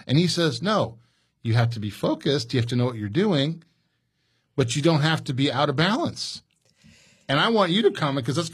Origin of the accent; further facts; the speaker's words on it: Chicago, Illinois, United States; I went to Indiana University undergraduate. I'm from the Chicago area.